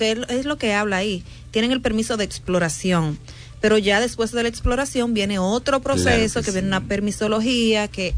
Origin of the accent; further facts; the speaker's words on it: Dominican Republic; nosotros mismos como dominicanos